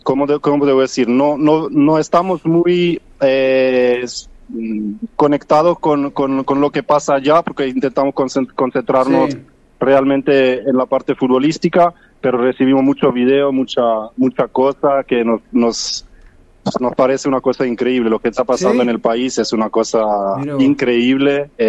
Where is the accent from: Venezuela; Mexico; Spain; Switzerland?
Switzerland; Spanish is a second language; yo soy suizo, de papá uruguayo, y nací y crecí en Suiza. Y bueno, tengo mucha conexión con América Latina, con Uruguay, por supuesto, y con Argentina también.